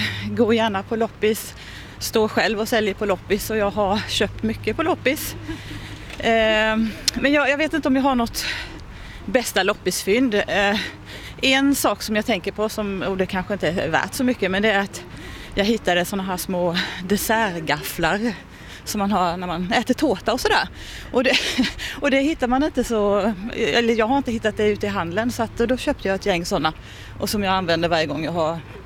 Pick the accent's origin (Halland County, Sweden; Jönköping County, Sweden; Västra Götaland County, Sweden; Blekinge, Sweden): Blekinge, Sweden; Ronneby; Jag kommer ifrån Ronneby.